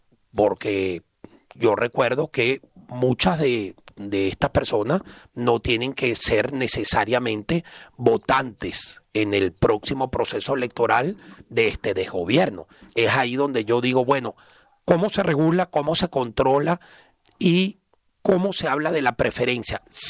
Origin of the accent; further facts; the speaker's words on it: Venezuela; now in Spain; Nosotros históricamente, me refiero a nosotros los venezolanos